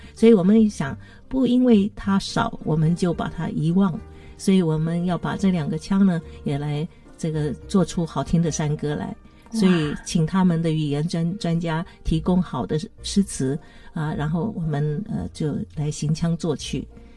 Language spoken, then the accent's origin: Chinese; Taiwan; accent: Hailu Hakka; 门前五通两张哦，啊，绕绕白白雷重构，这是我的海陆腔，对不对？